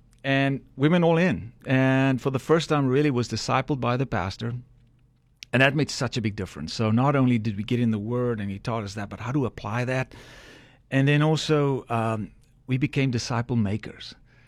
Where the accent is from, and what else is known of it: Kirkwood, Eastern Cape, South Africa; born or raised there